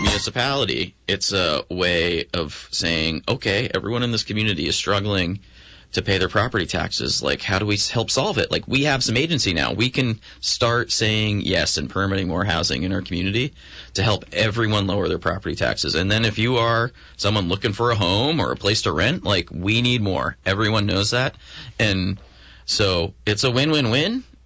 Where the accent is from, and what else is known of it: Essex Junction, Vermont, United States; born or raised there